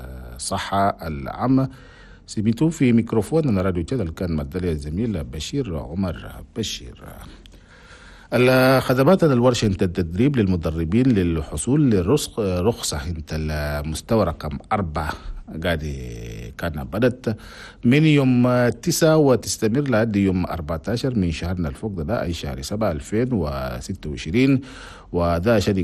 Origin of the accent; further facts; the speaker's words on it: Chad; هنا بلدنا تشاد